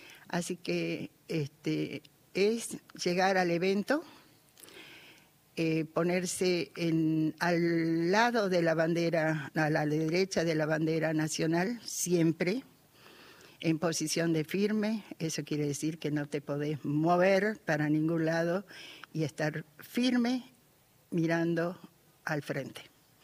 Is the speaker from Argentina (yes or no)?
yes; Las Capillas, Jujuy, Argentina; Tengo el orgullo de decir que nací en la hermosa localidad de Las Capillas, hace 75 años.